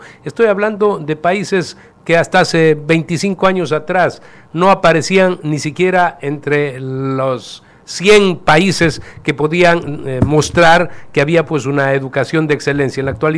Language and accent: Spanish; Ecuador